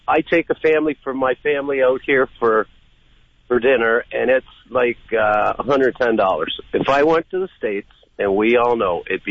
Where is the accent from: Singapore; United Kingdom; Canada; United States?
Canada; I'm Canadian.